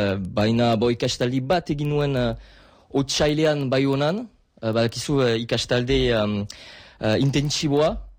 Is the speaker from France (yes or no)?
yes; La Bastide-Clairence, Nouvelle-Aquitaine, France; Basque is a second language; Bastidakoa naiz, eta orain Bastiden bizi naiz